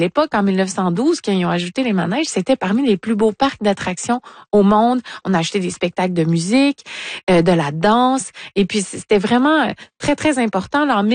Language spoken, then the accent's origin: French; Rimouski, Quebec, Canada; et Rimouski, hein, ma terre natale